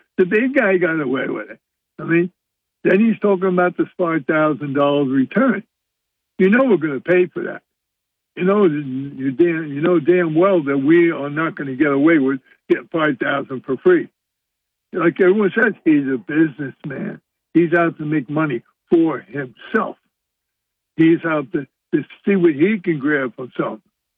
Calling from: Jefferson, New York, United States; I'm calling from Jefferson, New York.

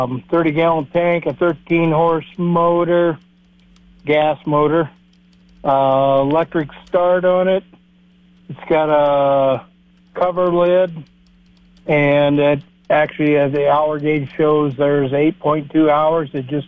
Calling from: Pierce, Nebraska, United States; I'm from Pierce.

